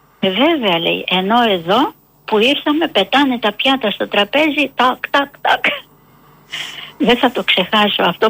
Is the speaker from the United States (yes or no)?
no; Antigoni, Istanbul, Turkey; Ξέρεις, εγώ μεγάλωσα στην Αντιγόνη. Δηλαδή τα καλοκαίρια.